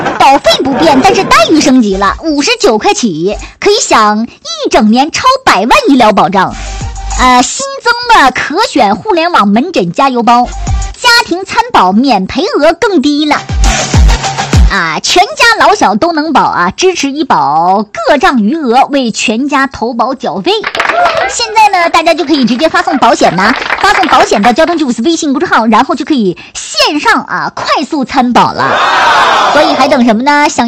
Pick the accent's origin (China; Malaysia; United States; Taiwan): China; Hainan